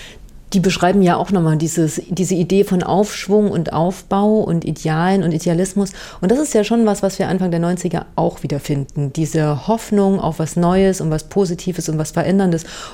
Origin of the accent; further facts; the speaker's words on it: Jena, Thuringia, Germany; ich bin ja in Jena in der Innenstadt im Altbau groß geworden, also wir hatten verschiedene Wannen auf dem Dachboden stehen